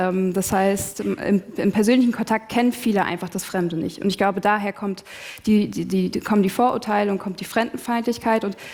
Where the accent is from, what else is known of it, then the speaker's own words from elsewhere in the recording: East Germany, Germany; ich habe jetzt eine Meinung, ich bin Ostdeutsche und ich muss das ein bisschen mehr in den Vordergrund stellen und für ostdeutsche Interessen kämpfen.